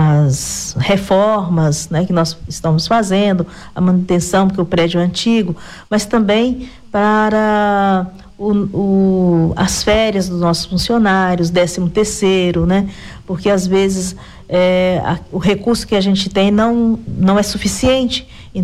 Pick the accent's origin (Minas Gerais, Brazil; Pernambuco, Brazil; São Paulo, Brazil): Minas Gerais, Brazil; nós somos mineiros